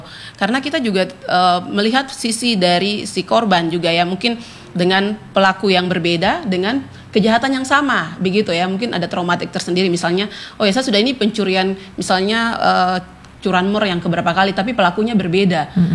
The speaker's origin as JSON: {"language": "Indonesian", "region": "Southwest Papua", "country": "Indonesia", "said": "Saya orang, misalnya saya orang Maibrat, berarti saya di sini saya sebagai pendatang juga gitu ya."}